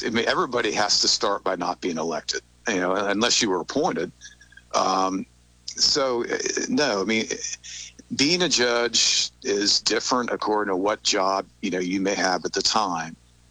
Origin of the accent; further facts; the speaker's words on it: North Carolina, United States; I'm just turned 59, so I grew up in North Carolina in the time of the old Atlantic Coast Conference